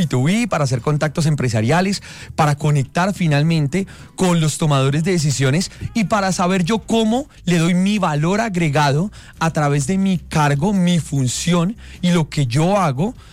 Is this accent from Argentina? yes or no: no; Colombia